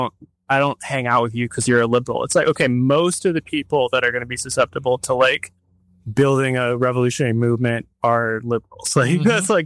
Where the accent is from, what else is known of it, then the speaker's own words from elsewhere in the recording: Texas, United States; born there; I was born in Texas.